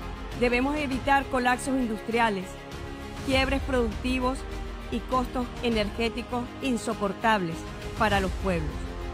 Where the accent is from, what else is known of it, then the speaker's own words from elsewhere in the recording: Venezuela; para mostrar de lo que somos capaces los venezolanos de bien, digno y con moral histórica para seguir adelante.